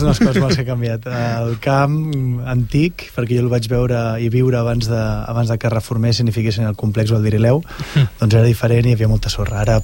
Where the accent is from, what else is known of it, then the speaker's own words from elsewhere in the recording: Caldes de Montbui, Catalonia, Spain; El meu pare i nosaltres som de Caldes de Montbui.